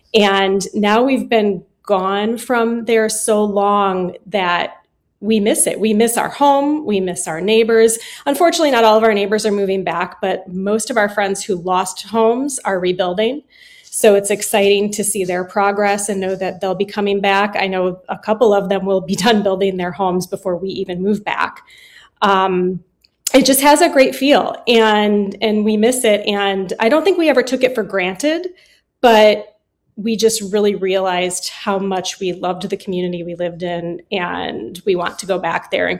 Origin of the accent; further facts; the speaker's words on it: Wisconsin, United States; moved away as an adult; also born or lived in Boston; now in Los Angeles, United States; I was obviously born and raised in Wisconsin. I lived there, had my son there, got married there. Then we had a year in Boston for my husband's medical training, and we blindly moved to Los Angeles to follow a job that was available for my husband.